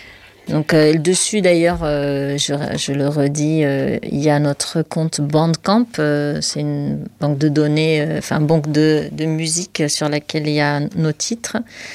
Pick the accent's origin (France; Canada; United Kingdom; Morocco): Morocco; moved away as an adult; En fait, moi, j'ai grandi au Maroc hein, jusqu'à... Je suis née, j'ai grandi au Maroc jusqu'à l'âge de 18 ans.